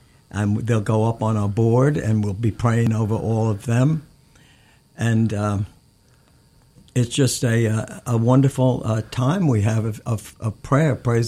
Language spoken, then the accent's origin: English; New York, United States; because I come from New York, and we don't have stations like this up there.